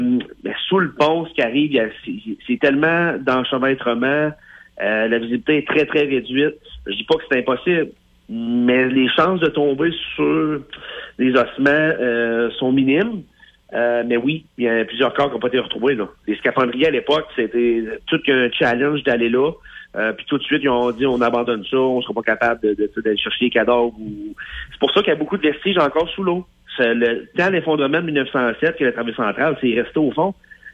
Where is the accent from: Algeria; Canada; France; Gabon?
Canada; Quebec; now in Rimouski, Canada; Je suis un gars du bas du fleuve